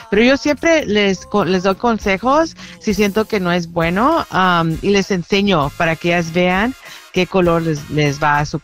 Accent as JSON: {"language": "Spanish", "country": "El Salvador", "moved": "yes", "lives_now": "Downey, United States"}